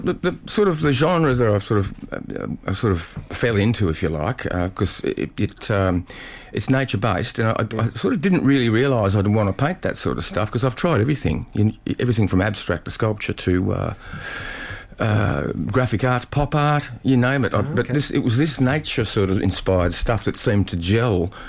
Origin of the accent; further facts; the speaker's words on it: Derwent Valley, Tasmania, Australia; moved away; also born or lived in Queensland; And I grew up in Tassie, down in the Derwent Valley